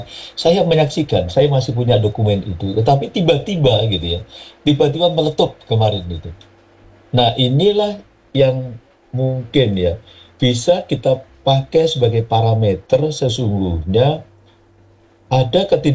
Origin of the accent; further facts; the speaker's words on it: Blora, Central Java, Indonesia; saya ini lahir di Desa Ledok, Kecamatan Sambong, Kabupaten Blora. Yang dulu ketika usia saya sekarang 62, ketika SD